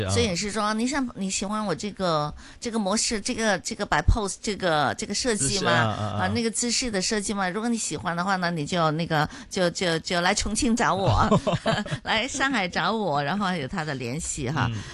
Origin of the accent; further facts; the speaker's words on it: Hong Kong; 我们会不会也把这个也能够扩展到我们香港人自己可以做这个事情啊